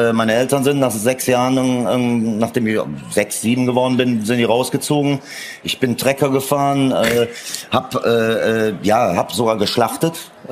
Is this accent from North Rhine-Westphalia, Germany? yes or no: yes; Cologne, North Rhine-Westphalia, Germany; ich bin ja ein Kölner ursprünglich und bin eigentlich als Stadtkind aufgezogen worden, am Anfang 6 Jahre lang.